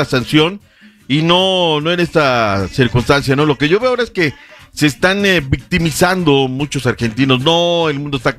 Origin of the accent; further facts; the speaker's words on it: Mexico; somos tan mala gente los mexicanos con los argentinos.